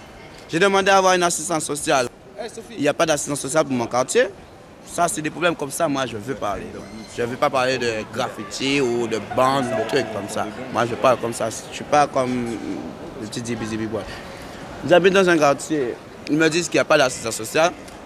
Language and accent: French; France; Et je suis français et je me demande qu'est-ce qu'il y a comme pour nous, quoi.